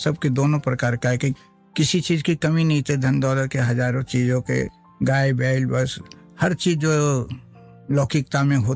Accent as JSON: {"language": "Hindi", "town": "Hazaribagh", "region": "Jharkhand", "country": "India", "tie": "born or raised there", "also_born_or_lived": "Dhanbad / Ranchi", "said": "हमारा जन्म झारखंड में हुआ, हजारीबाग। झारखंड पहले बिहार में था, लेकिन झारखंड हजारीबाग, वहाँ से वहीं हम पढ़े। हम तो राजपूत फैमिली से हैं"}